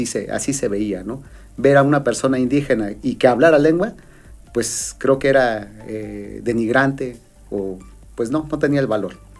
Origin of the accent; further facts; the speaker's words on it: San Juan Bautista Tepejillo, Oaxaca, Mexico; En mi pueblo, en Tepejillo